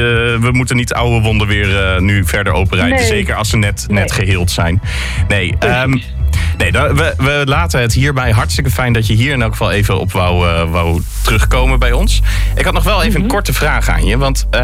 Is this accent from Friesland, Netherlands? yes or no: no; Groningen, Netherlands; ik ben zelf een geboren getogen Groninger en heb jarenlang in de stad gewoond.